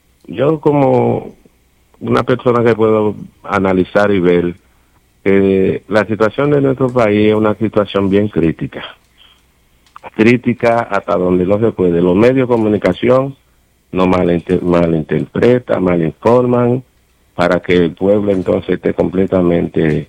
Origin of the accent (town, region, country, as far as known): Dominican Republic; now in United States